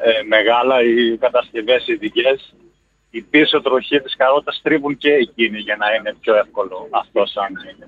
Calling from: Larissa, Thessaly, Greece; Εγώ είμαι από Λάρισα.

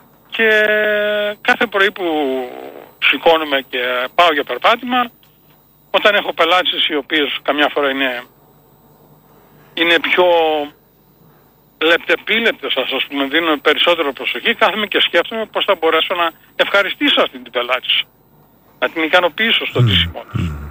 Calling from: Kastoria, Western Macedonia, Greece; Είμαι από την Καστοριά.

